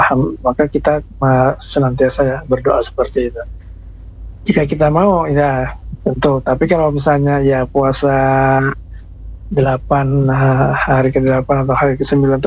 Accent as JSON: {"language": "Indonesian", "region": "South Kalimantan", "country": "Indonesia", "first_language": "Banjar", "said": "Hampir kurang lebih 3 kilo ya, atau 3 pal dalam bahasa kita Banjar."}